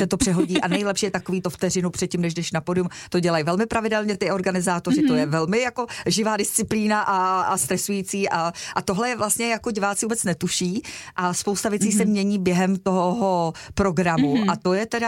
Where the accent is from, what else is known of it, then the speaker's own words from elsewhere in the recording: Ústí nad Labem Region, Czechia; K Ploskovicím mám velmi blízko, jako Severočech a Buchlovice, tam jsem hrála na svatbě a musím říct nádherný místo.